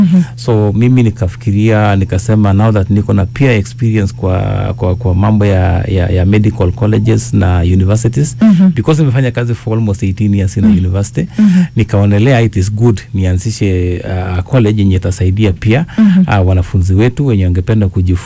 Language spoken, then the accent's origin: Swahili; Uasin Gishu County, Kenya; born there; now in Lesos, Kenya; Mimi nimezaliwa upande wa Uasin Gishu. Ninaishi pia Nandi. That is Lesos. Lakini kikazi niko Nakuru.